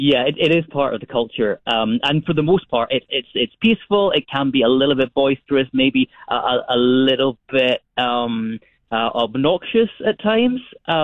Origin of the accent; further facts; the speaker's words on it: Scotland, United Kingdom; No, because I'm a Scot. So we abhor hooliganism.